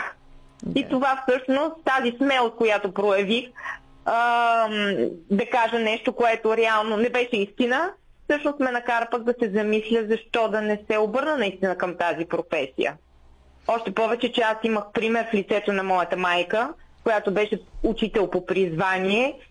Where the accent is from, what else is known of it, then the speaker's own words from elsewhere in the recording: Kardzhali, Kardzhali Province, Bulgaria; moved away as an adult; also born or lived in Sofia; идвам от София, където работех в сферата на маркетинга и рекламата. Идвайки в град Кърджали, любовта ме върна в моя роден град.